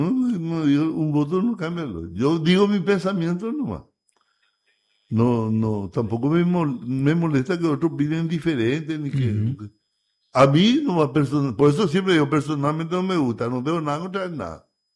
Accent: Paraguay

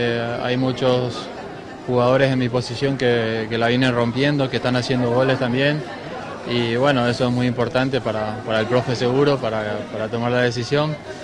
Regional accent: Paraguay; moved away; muy contento por volver a mi país.

